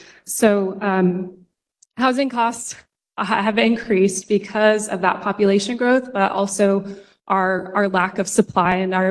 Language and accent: English; Middleton, United States; I'm from Middleton. I grew up surrounded by farm fields. Those farm fields are now suburban neighborhoods.